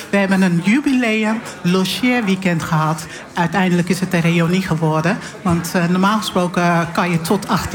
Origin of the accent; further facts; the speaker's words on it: Paramaribo, Suriname; Ik kom dus uit Paramaribo. En daar zijn iedereen is daar tante.